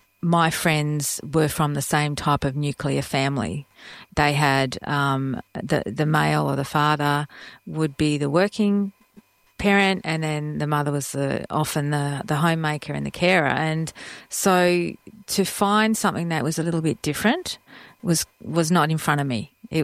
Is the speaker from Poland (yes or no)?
no; Harvey, Western Australia, Australia; growing up in Harvey was my foundation.